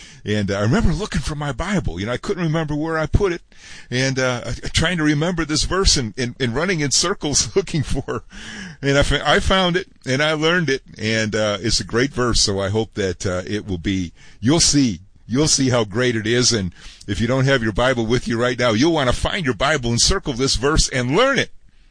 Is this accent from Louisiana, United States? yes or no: no; Chicago, Illinois, United States; I was a young, very new Christian. Back in those days, I was living in Chicago, my hometown.